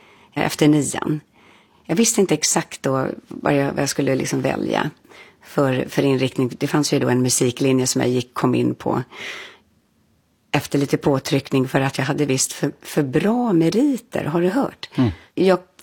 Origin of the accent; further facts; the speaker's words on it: Stockholm, Stockholm County, Sweden; Vår familj gjorde inte det, vi kom ju från Stockholm och där lyssnade vi ju då på